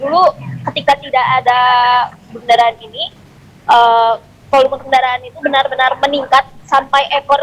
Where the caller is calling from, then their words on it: Cimahi, West Java, Indonesia; sebagai warga Cimahi.